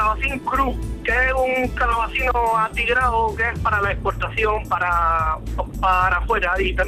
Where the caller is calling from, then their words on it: Adra, Andalusia, Spain; de donde yo soy de Adra.